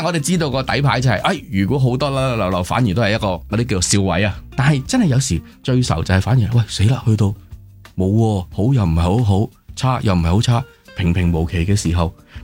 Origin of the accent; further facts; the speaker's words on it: Hong Kong; 其實幾似我哋香港人